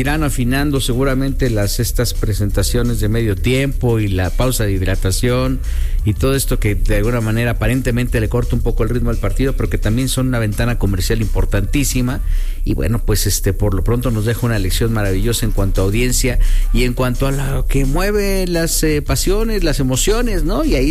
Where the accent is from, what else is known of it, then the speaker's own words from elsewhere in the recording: Mexico; Hay que seguir con esta buena vibra como mexicanos, ¿no?